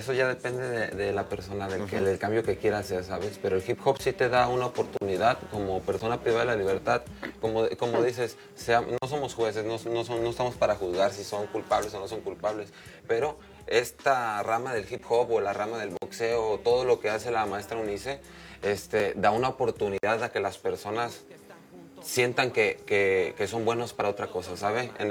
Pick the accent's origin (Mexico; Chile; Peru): Mexico; Tepic, Nayarit; Soy de Tepic, Nayarit, orgullosamente.